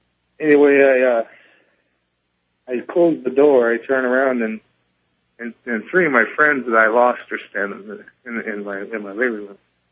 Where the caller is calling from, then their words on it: Tacoma, Washington, United States; from Tacoma.